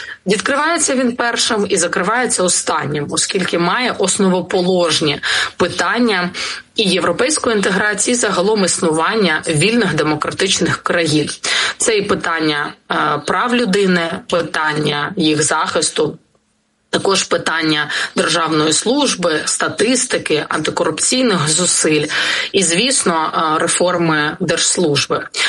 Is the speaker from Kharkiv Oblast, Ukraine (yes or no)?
yes; Kharkiv, Kharkiv Oblast, Ukraine; вчора в моєму рідному Харкові.